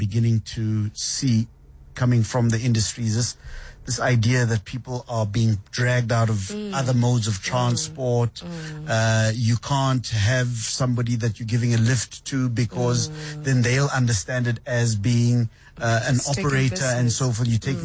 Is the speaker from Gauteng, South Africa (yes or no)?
yes; Mamelodi, Gauteng, South Africa; See, I'm from Mami Lodi.